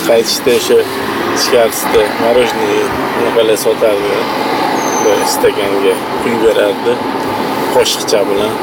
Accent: Tashkent, Uzbekistan; born there; Men ham yoshligimizda shu restoran emas, shu eslagan nima, hozir bizni Magic City'ni o'rnida Komsomol ko'li bo'lardi.

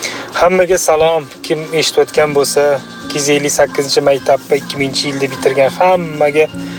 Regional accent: Tashkent, Uzbekistan; born there; Biz 2000 yili Yunusobod tumanida 258 maktabni bitirganmiz

